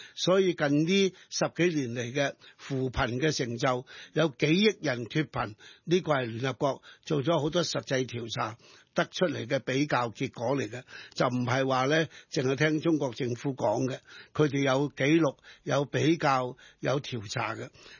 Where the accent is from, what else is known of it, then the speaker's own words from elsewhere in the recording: Hong Kong; 我作為一個港人